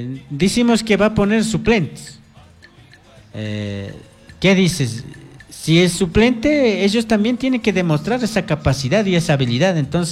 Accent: Ecuador; pero sí, nos conviene también ganar mismo nosotros del partido, como ecuatorianos.

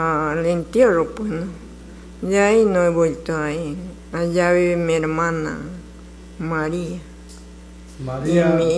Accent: Guayaquil, Guayas, Ecuador; born there; also born or lived in Sula, Chimborazo, Ecuador; yo también soy indígena, yo nacimiento de indígena. Yo me crié aquí en Guayaquil, mi padre, mi madre es de allá, de Riobamba. Entonces, yo emigré acá a Guayaquil con mi hermano y yo me crié aquí en Guayaquil

